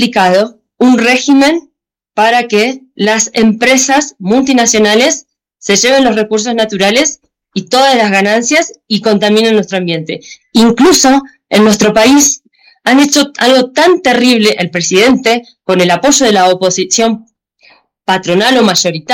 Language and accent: Spanish; Argentina